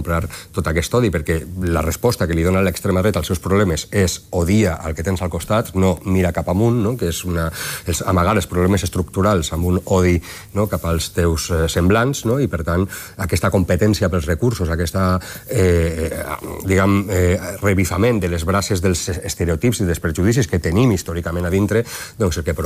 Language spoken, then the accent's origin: Catalan; Valencian Community, Spain; com a valencià